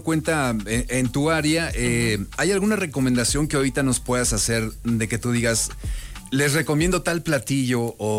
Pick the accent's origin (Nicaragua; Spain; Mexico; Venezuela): Mexico; Saltillo, Coahuila; ¿Cómo somos la gente de Saltillo?